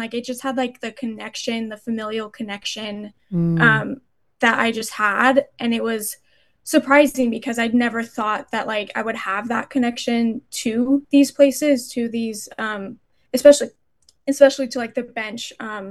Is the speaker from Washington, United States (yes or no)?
no; Boise, Idaho, United States; I was born and raised in Boise and in Idaho in general, and I knew very little about it.